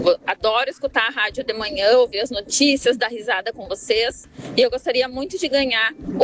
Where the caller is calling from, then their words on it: Nova Santa Rita, Rio Grande do Sul, Brazil; sou de Nova Santa Rita, tô me deslocando para Canoas, trabalho